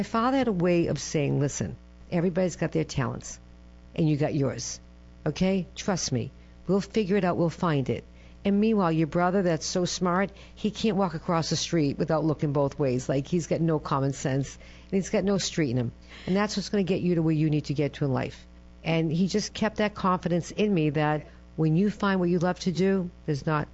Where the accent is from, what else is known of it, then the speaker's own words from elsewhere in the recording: Massachusetts, United States; So I grew up on the North Shore of Boston, 14 years old, blizz of 78. We moved to Newton.